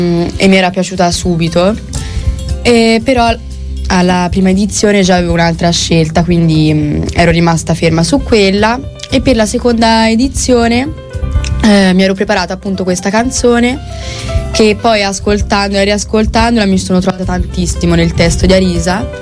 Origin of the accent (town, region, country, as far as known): Bibbiena, Tuscany, Italy